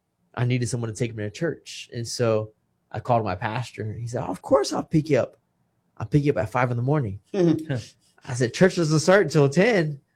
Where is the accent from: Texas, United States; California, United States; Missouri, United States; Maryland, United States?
Texas, United States; Kingsville; Yes. I'm born and raised in Kingsville, Texas. My dad's from L.A.